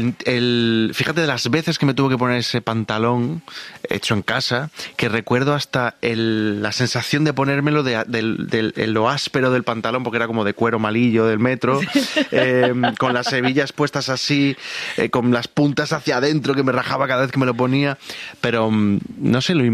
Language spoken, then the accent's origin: Spanish; Málaga, Andalusia, Spain; born there; moved away; yo nací en Málaga, frente al mar